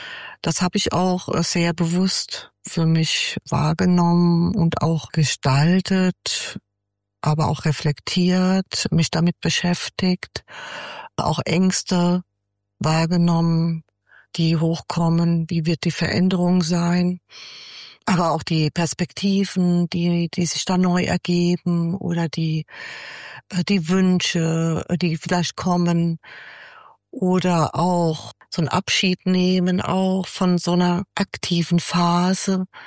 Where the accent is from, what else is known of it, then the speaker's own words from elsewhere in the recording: Frankfurt, Hesse, Germany; now in Bonn, Germany; ich komme jetzt aus Deutschland. Ich komme aus Hessen, ursprünglich aus Frankfurt. Und jetzt wohne ich in Bonn, im Rheinland.